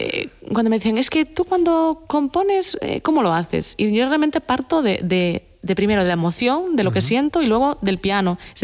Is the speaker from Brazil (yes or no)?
no; Galicia, Spain; yo como buena gallega